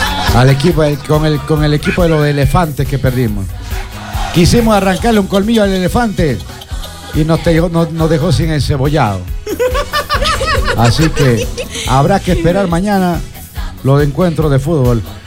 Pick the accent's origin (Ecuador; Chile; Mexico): Ecuador; porque yo soy ecuatoriano